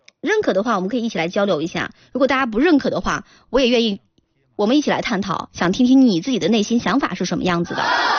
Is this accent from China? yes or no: yes; China